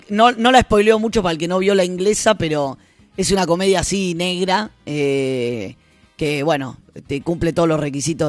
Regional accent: Buenos Aires, Argentina; Porque todos mis amigos, yo me crié ahí, jugaba en Matadero, Loma del Mirador, todos.

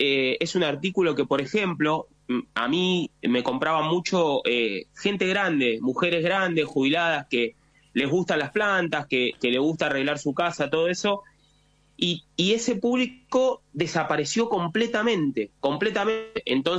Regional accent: Tigre, Buenos Aires Province, Argentina; born there; Mirá, Diego, yo tengo 42 años y nací en Tigre, a 4 cuadras del Puerto de Frutos.

